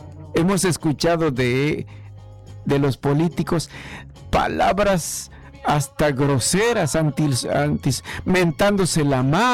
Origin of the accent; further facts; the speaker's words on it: Mexico; que sigamos siendo los mexicanos